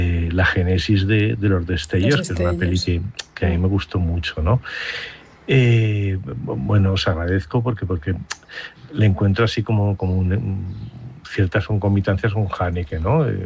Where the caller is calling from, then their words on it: Ibiza, Balearic Islands, Spain; Mira, os llamo